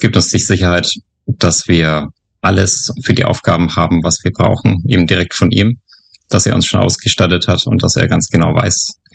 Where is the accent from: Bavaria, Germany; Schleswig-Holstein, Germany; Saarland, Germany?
Bavaria, Germany; Bayreuth; Ich bin in Bayreuth im schönen Oberfranken aufgewachsen. Ich bin in einem christlichen Umfeld aufgewachsen